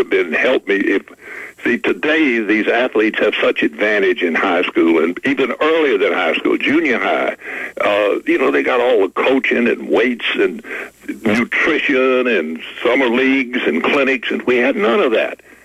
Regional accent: Baton Rouge, Louisiana, United States; it was a different time, but it was a good time, and I loved growing up in Baton Rouge.

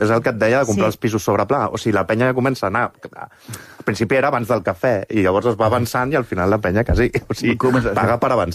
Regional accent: Barcelona, Catalonia, Spain; Buah, jo estic molt desentrenat, vinc de Barcelona, saps, o sigui, voluntarioso, però no acabo de consumar mai.

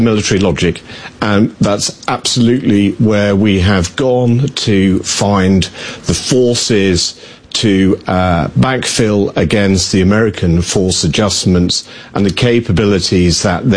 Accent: United Kingdom

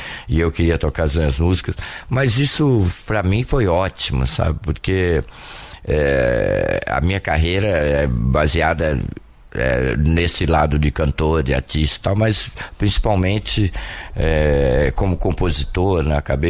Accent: Ribeirão Preto, São Paulo, Brazil; Sou. Nasci em Ribeirão, comecei minha carreira lá, né?

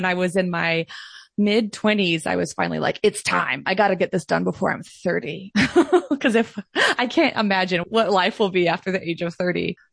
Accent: Chattanooga, Tennessee, United States; But I think the East Brainerd at the time, growing up in like the late 80s, 90s, ear

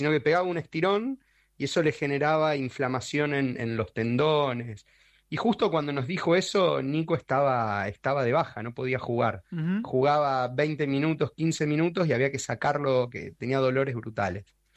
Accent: Argentina; now in Spain; de que nosotros como familia somos una familia argentina viviendo en España, y eso es así

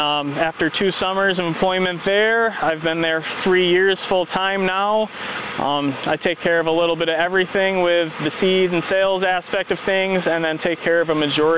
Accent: Waupun, Wisconsin, United States; I'm from Waupun, Wisconsin. I grew up on a dairy farm, and today I'm employed at Rock River Seed and Chemical out of Waupun.

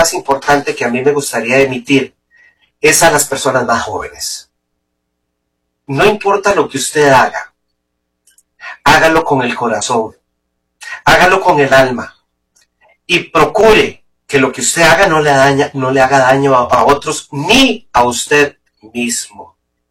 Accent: Costa Rica; como artista en este momento ya calificado como compositor costarricense, como artista nacional

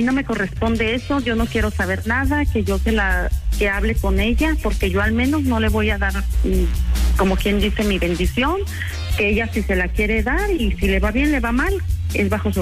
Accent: Celaya, Guanajuato, Mexico; now in Dallas, United States; Soy originaria de Celaya, Guanajuato.

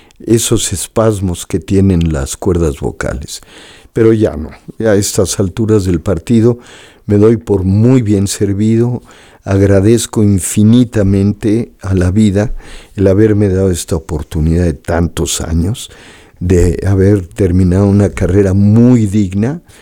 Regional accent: Mexico

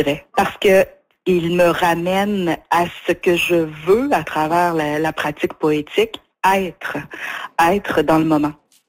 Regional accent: Gaspé, Quebec, Canada; ben je suis gaspésienne, hein, je viens de Gaspé

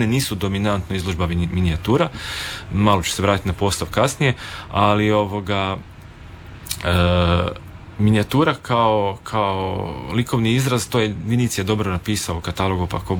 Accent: Slavonia, Croatia; now in Istria, Croatia; iako sam ja Slavonac u biti, ja živim u Istri

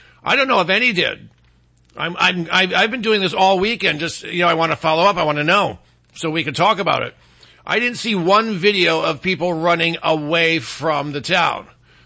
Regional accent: Michigan, United States; the Detroit River into my hometown

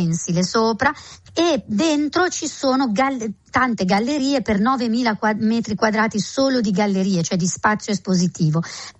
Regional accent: Bologna, Emilia-Romagna, Italy; E io sono pure bolognese

